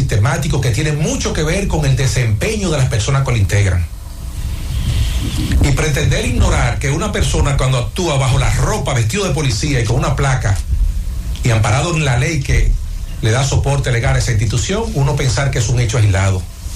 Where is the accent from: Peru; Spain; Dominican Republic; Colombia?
Dominican Republic; Somos todos dominicanos.